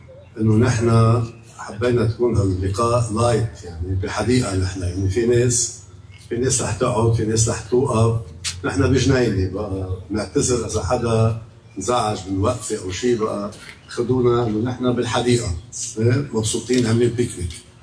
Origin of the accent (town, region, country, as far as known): Zouk Mosbeh, Mount Lebanon, Lebanon